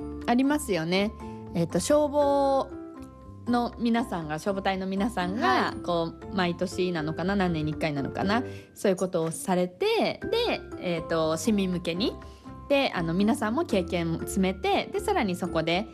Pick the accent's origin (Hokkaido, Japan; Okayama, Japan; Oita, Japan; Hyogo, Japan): Hokkaido, Japan; Takinoue; 芝桜公園で有名な私の故郷滝の上町では、なんと夏過ぎまで道の駅で販売しているので、故郷に足を運んだ時はやはり食べずにはいられません。